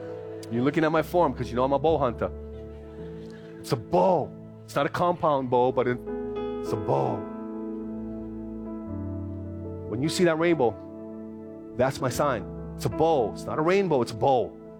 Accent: Philippines; I cannot have the blood. I'm Filipino. I can do that. Okay? Saw my Filipino grandmother up there.

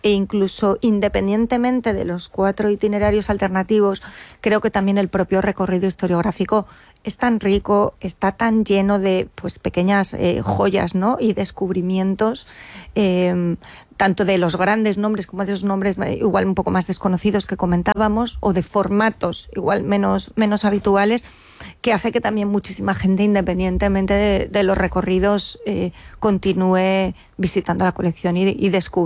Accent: Castile and León, Spain; Es un pueblito de León, un pequeño pueblito por la soba arriba. Y me paso todo el tiempo tranquilamente con mi familia y mi gente en el campo

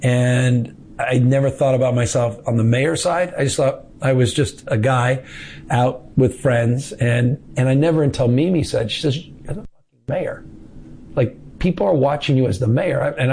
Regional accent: San Francisco, California, United States; I grew up in San Francisco and the bay and the fog.

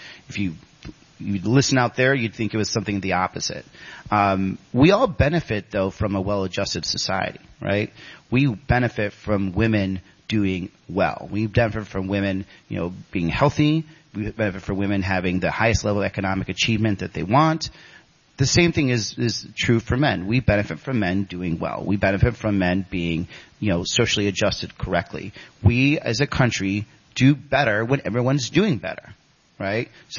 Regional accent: Chicago, Illinois, United States; I'm originally from Chicago, which also was a working class Latino and black area

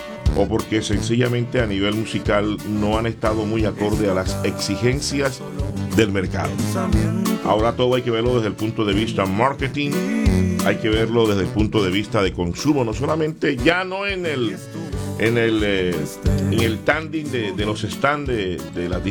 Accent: Colombia; Cinco 17 en mi país, Colombia.

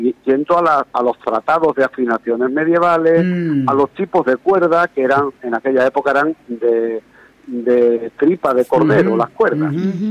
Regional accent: Andalusia, Spain; Empecé a tocar flamenco, soy de Andalucía, de la parte sur de España

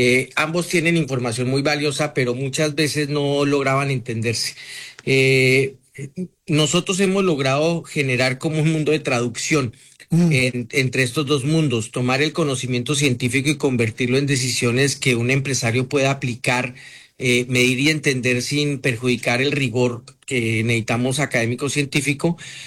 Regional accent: Colombia; now in Mexico; esa raíz no se pierde, y Colombia me dio mis principios. México me ha dado las oportunidades, el crecimiento, una familia, en fin.

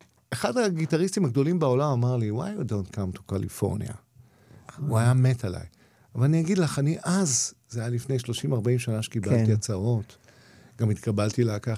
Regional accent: Rehovot, Central District, Israel; פגשתי את אני מרחובות, אז הוא מכיר אותי, ואני מכיר אותו

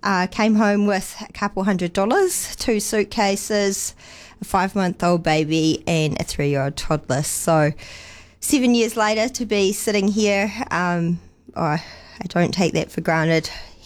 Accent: New Zealand; moved away as an adult; also born or lived in United States; I was born in the States. My dad was American, but he passed away when I was 5. So I didn't know my American side of the family growing up in New Zealand. And so anyways, got a job in the States on a dairy farm, and what was supposed to be 12 months turned into 8 years.

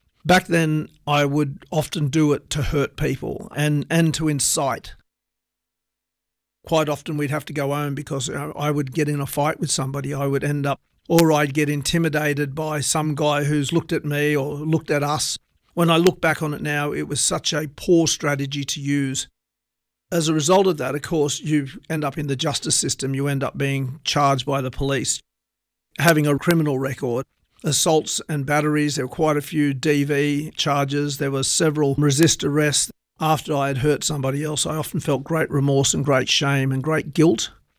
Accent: Wilcannia, New South Wales, Australia; And on one occasion when we were living on the riverbank in Wilcannia, my hometown

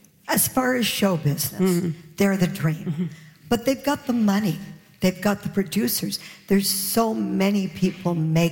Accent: Ontario, Canada; But I'm Canadian.

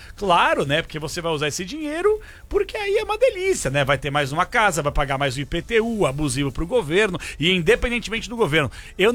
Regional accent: Uberaba, Minas Gerais, Brazil; alô, Uberaba, alô, minha terra

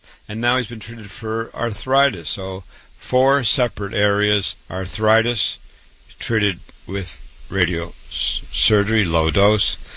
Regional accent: Waterloo, Iowa, United States; born or raised there

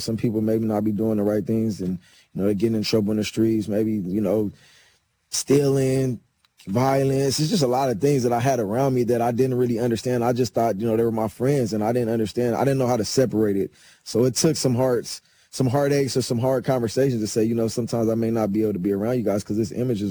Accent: Los Angeles, California, United States; Growing up in Los Angeles, California

